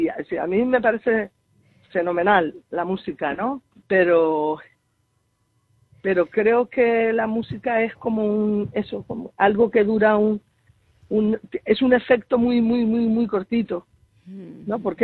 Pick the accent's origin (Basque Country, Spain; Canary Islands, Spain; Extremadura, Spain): Canary Islands, Spain; Arrecife; ya está empezando a ver la luz en mi tierra, ¿no? En Arrecife.